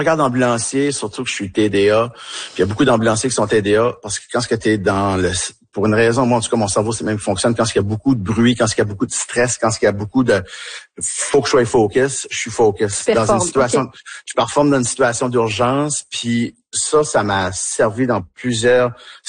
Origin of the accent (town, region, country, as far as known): Tracadie, New Brunswick, Canada; accent: Tracadie